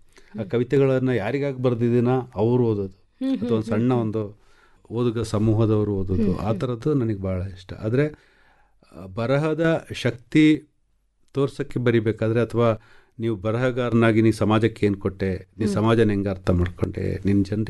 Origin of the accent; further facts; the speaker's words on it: Kodagu, Karnataka, India; first language Malame (Malayalam dialect); Kannada is a second language; ನಾನು ಹುಟ್ಟಿದ್ದು ಕೊಡಗಲ್ಲಿ, ಅಲ್ಲಿ ನನ್ನ ಮಾತೃಭಾಷೆ ಮಲಯಾಳ. ಮಲಯಾಳ ಮಾತೃಭಾಷೆ ಅಂದ ತಕ್ಷಣ ನಾನು ಮಲಯಾಳಿ ಅಲ್ಲ, ಯಾಕೆಂದ್ರೆ ನಮ್ಮ ಮಾತೃಭಾಷೆಗೆ ಸ್ಕ್ರಿಪ್ಟ್ ಇಲ್ಲ, ಲಿಪಿ ಇಲ್ಲ.